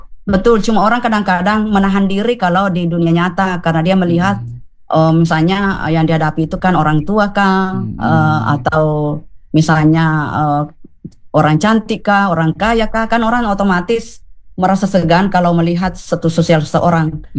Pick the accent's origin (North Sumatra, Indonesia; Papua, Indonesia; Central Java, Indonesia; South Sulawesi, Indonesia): South Sulawesi, Indonesia; accent: Bugis; saya maaf pakai logat Bugis ya.